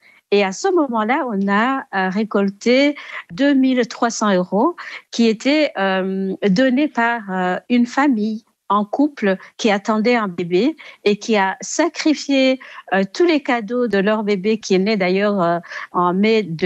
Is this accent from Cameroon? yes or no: no; Mugomera, Burundi; now in Belgium; je suis née à Mugomera dans le sud du Burundi.